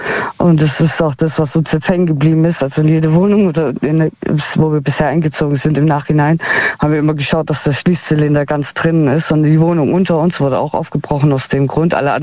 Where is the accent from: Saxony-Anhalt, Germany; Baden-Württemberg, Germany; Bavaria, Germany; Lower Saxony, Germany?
Baden-Württemberg, Germany; Heilbronn; Aus Heilbronn.